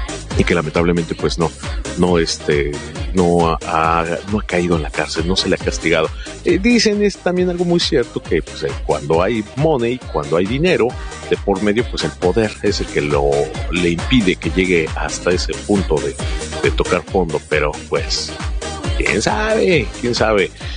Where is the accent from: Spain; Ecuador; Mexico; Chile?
Mexico